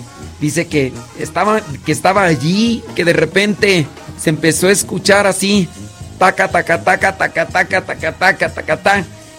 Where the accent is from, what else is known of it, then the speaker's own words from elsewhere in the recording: Guanajuato, Mexico; yo soy de Guanajuato, donde la vida no vale nada.